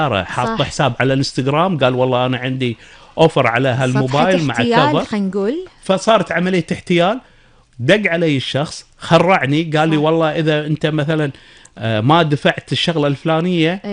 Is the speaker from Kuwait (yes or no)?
yes; Kuwait; أنا كشاب كويتي متجه إلى القطاع الخاص